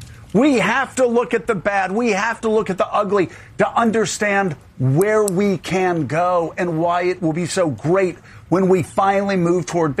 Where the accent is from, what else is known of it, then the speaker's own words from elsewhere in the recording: Mississippi, United States; also born or lived in Atlanta, Georgia; I was the first class in 1969 that was integrated in rural Mississippi.